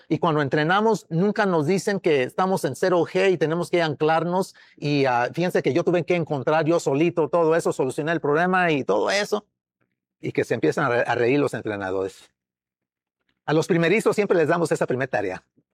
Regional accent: Mexico; now in United States; Pero más mexicano no puedo ser. Yo siempre les digo a la gente, si no creen que soy mexicano, miren el bigote y el nopal que tengo en la frente. Más, por favor, más mexicano no puedo ser. Puro purépeche es lo que somos nosotros.

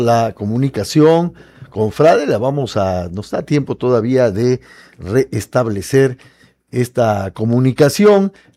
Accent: Tabasco, Mexico; ya sabe cómo somos los tabasqueños

